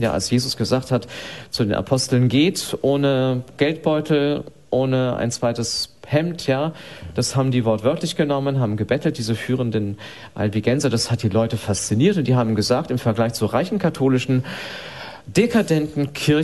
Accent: Bremen, Germany; Ja, also ich bin in einem katholischen Elternhaus aufgewachsen. Ich bin in Bremen aufgewachsen, und zwar, das ist ja bekanntermaßen eher protestantisch beziehungsweise jetzt höchst säkular geprägt heutzutage.

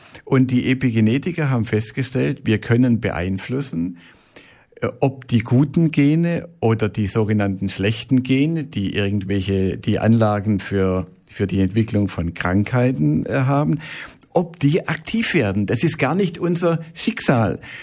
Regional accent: Swabia, Germany; Ich bin ja Schwabe

